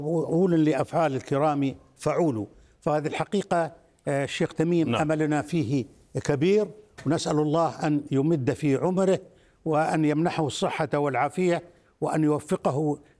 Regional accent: Qatar; لا نقول هذا الكلام ولا نقوله كقطريين من باب المجاملة

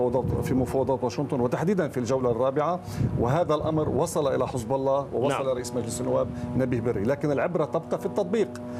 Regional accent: Lebanon; لا يصب في مصلحتنا كلبنانيين

